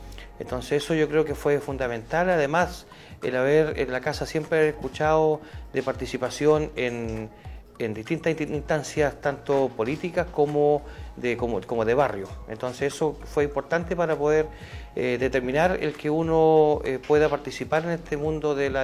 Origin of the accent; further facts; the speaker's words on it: Tomé, Biobío, Chile; Claro, yo nací acá en Tomé en el año 69. El 18 de enero de 1969, por lo que tengo 56 años.